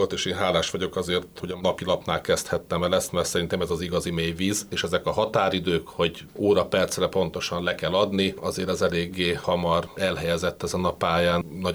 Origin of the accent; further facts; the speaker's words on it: Budapest, Hungary; Én Budapesten születtem, itt nőttem föl, jártam hittanra, tehát a Bécsi kaputér volt nekem úgymond a kezdő anyagyülekezetem. Ott konfirmáltam Balicza Ivánnál